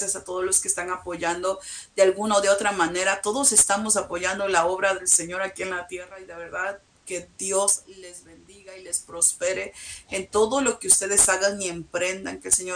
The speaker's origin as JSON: {"language": "Spanish", "region": "California", "country": "United States", "moved": "yes", "said": "no sé manejar en la nieve, soy de California"}